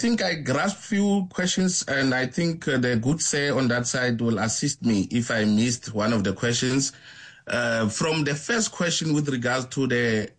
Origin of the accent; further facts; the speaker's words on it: Western Cape, South Africa; I come from Overberg. I'm the president of SAFA in the Overberg region.